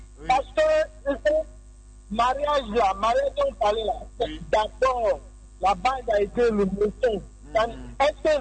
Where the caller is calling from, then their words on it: Abidjan, Côte d’Ivoire; Je suis à Faya, je suis dans la ville.